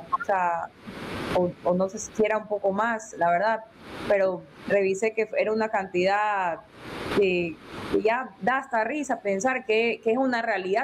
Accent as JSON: {"language": "Spanish", "country": "Ecuador"}